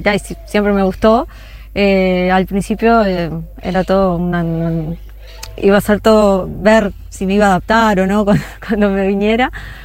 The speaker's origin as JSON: {"language": "Spanish", "town": "Sarandí del Yí", "region": "Durazno", "country": "Uruguay", "tie": "born or raised there", "moved": "as an adult", "lives_now": "Estación Chileno, Uruguay", "said": "yo soy oriunda de Sarandí del Xi, viví en Durazno también, y bueno, luego que nos casamos con Gonzalo, me vine a vivir acá."}